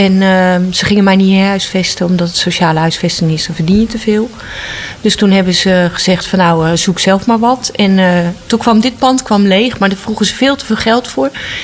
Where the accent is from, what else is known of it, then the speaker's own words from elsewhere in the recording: Utrecht, Netherlands; born there; Ik ben op de Oude Gracht geboren.